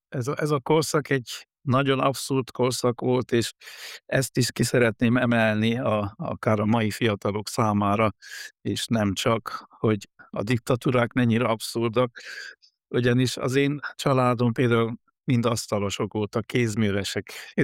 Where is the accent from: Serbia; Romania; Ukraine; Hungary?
Romania; Covasna; én kovásznai származású vagyok, Kovászné kis fürdővárosa Kárpát-kanyarban